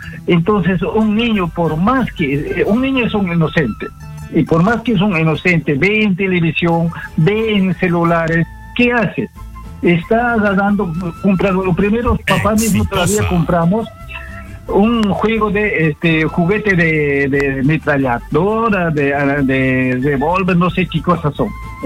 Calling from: Satipo, Junín, Peru; Ando acá del departamento de Junín, provincia de Satipo.

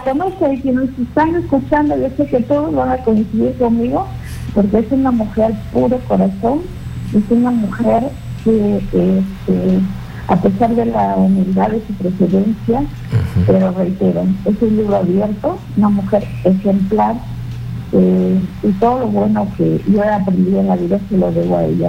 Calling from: Jaén, Cajamarca, Peru

